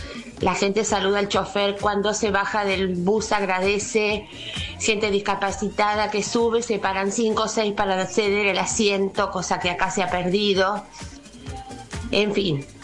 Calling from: Ranchos, Buenos Aires Province, Argentina; les contaba con respecto al tránsito que no aprendemos más, ni en la ciudad, ni en la provincia. En nuestro pueblo igual es un desastre.

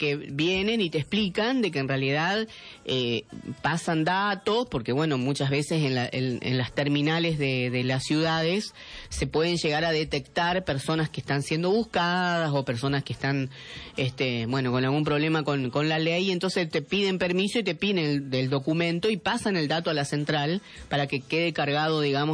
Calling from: Reconquista, Santa Fe, Argentina; yo hablo acá en la ciudad de Reconquista.

